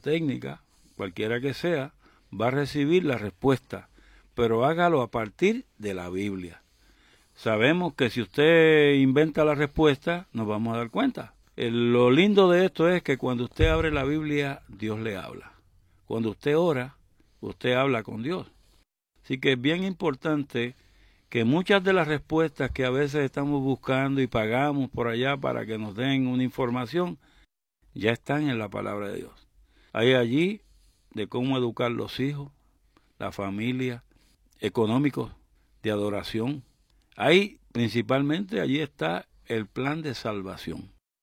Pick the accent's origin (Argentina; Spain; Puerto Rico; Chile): Puerto Rico; Naguabo; estuve por allá en la iglesia de Naguabo, de mi pueblo.